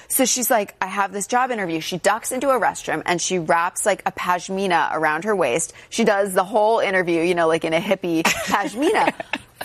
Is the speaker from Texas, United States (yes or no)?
no; Ipswich, Massachusetts, United States; So I grew up in New England in a tiny little beach town called Ipswich, and it was the home of the famous American writer John Updike.